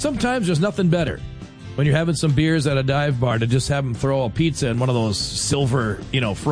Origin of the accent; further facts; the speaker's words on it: Minnesota, United States; growing up around the Detroit Lakes area